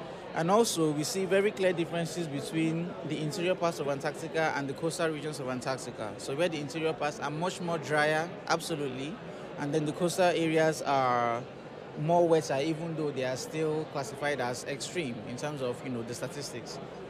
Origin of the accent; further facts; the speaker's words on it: Nigeria; now in Hobart, Australia; I'm Nigerian. I am with the University of Tasmania. I work at the Institute of Marine and Antarctic Studies, IMAS. I actually just arrived in Hobart about a week ago to start the second year of my PhD.